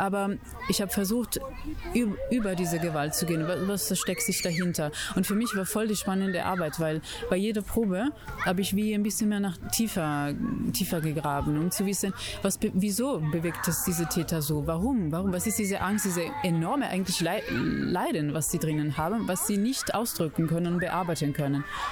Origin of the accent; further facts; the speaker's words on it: Italy; Wir sind alle aus verschiedenen Ländern. Ich bin aus Italien